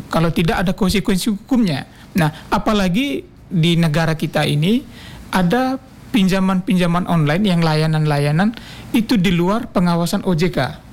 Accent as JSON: {"language": "Indonesian", "town": "Nangaba", "region": "East Nusa Tenggara", "country": "Indonesia", "tie": "born or raised there", "lives_now": "Semarang, Indonesia", "said": "Saya asli Ataende."}